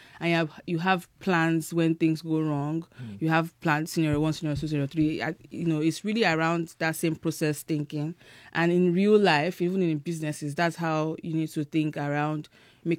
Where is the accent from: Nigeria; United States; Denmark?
Nigeria; Ibadan, Oyo; born there; moved away; also born or lived in Lagos / Enugu; I was born in Lagos, but my parents, so they moved first from Lagos to Enugu. So my first school was in Enugu before we then moved to Ibadan. It was a chilled, calm, you know, city, Ibadan. You can walk anywhere, you can go anywhere. You're not afraid of like any security or safety issues